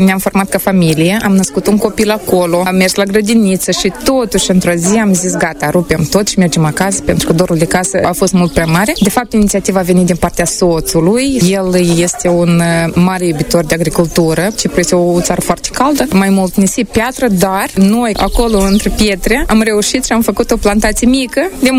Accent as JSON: {"language": "Romanian", "town": "Logănești", "region": "Hîncești District", "country": "Moldova", "said": "Suntem din Hâncești, Logănești. Aveam procurat apartamentul nostru, căsuța noastră, oricum ne chema acasă. Locuim în Hâncești deja de 5 ani."}